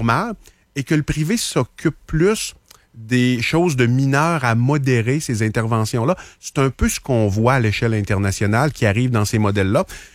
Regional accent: Chicoutimi, Quebec, Canada; Je suis originaire de Chicoutimi. Une bonne partie de ma famille est encore à Chicoutimi.

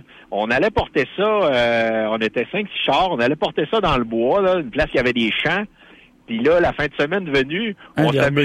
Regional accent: Alma, Quebec, Canada; Ouais, puis là, je m'en vais en Alberta, parce que je suis né du Québec.

